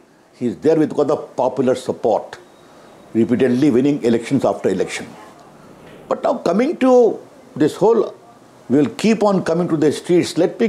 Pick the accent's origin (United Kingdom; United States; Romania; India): India; Bihar; I come from Bihar. Booth capture was the order of the day.